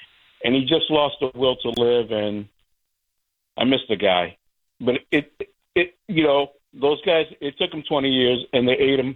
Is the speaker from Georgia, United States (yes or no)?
no; Haverhill, Massachusetts, United States; I'm a kid from Haverhill, and I spent summers in New York